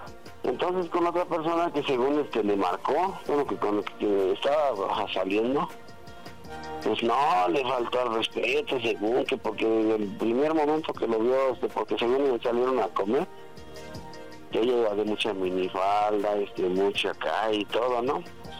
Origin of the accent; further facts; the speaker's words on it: Nezahualcóyotl, State of Mexico, Mexico; Mira, yo tengo 47 años y soy de aquí de Ciudad Neza.